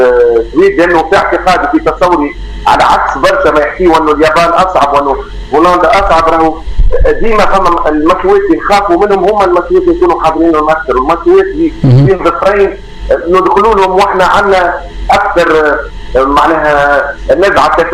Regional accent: Tunisia; احنا كمنتخب تونسي،

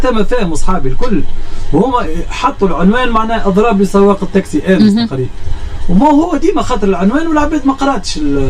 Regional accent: Tunisia; أنا ما نخرجش من تونس وليت

